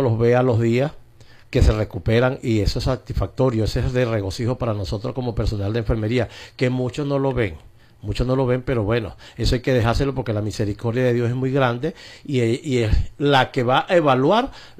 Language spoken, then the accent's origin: Spanish; Guasdualito, Apure, Venezuela; mi pueblo de Guadalito